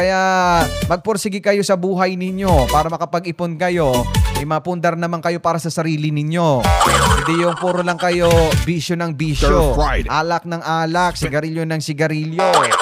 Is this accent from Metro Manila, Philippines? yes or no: no; Palapag, Eastern Visayas, Philippines; moved away; pag umuwi ako sa Palapag